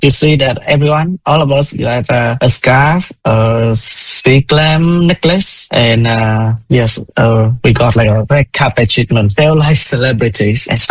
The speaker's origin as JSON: {"language": "English", "country": "Vietnam"}